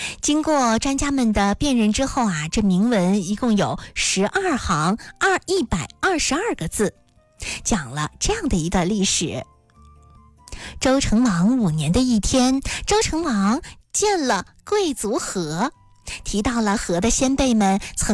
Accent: China; 就形成了我们中国人对于中正和谐理念的追求

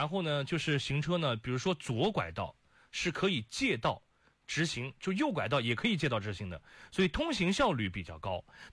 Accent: Xuancheng, Anhui, China; now in Bengbu, China; 我人生当中第一个罚单是在我宣城老家的我们家门口的路口

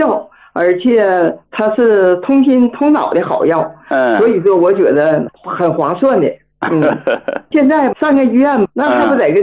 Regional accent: Shenyang, Liaoning, China; 哎，你好，我家是沈阳的。

